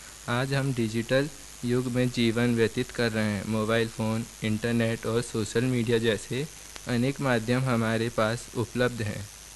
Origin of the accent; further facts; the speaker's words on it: Chhindwara district, Madhya Pradesh, India; मैं मध्य प्रदेश के छिंदवाड़ा जिले का निवासी हूँ तथा शासकीय और प्रशिक्षण संस्थान छिंदवाड़ा में डीजल मैकेनिक ट्रेड का छात्र हूँ।